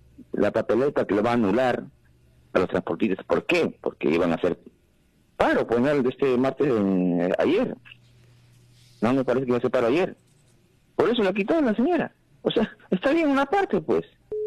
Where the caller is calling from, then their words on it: Lima, Peru; Yo vivo en Lima del año 83.